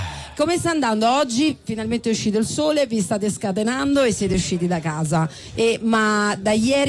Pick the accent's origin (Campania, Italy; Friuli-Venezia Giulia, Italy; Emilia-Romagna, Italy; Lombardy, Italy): Campania, Italy; Naples; ora torno a Napoli e li pianto nella mia terra.